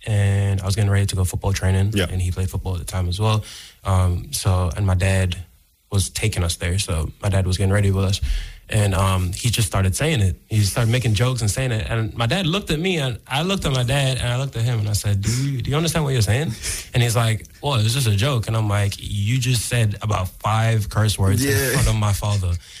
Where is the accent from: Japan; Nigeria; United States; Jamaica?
Jamaica; now in New Zealand; If they find out I'm Jamaican, it's probably going to be the same exact thing.